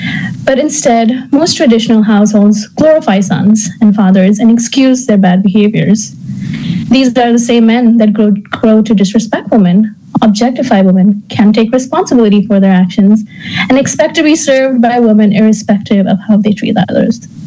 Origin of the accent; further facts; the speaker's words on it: India; India. As a country, India has progressed in many ways. I've seen the shift in mentality in women in my hometown.